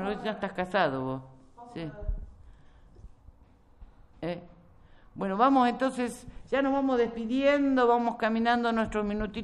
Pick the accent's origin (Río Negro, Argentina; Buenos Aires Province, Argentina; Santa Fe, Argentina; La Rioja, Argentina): Buenos Aires Province, Argentina; Quenumá; esa es mi zona. Yo me crié en esa zona. Mis hermanos, los cuales están fallecidos todos, nacieron en Carué.